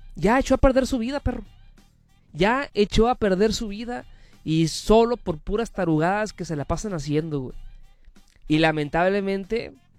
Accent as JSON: {"language": "Spanish", "town": "Punta Banda", "region": "Baja California", "country": "Mexico", "said": "soy de Punta Banda, ¿verdad? Allá vivo yo, güey."}